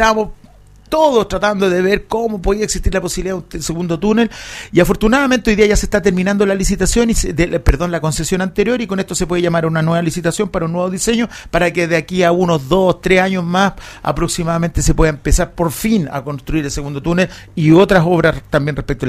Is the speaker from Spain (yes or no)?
no; Los Andes Province, Valparaíso, Chile; Yo soy andino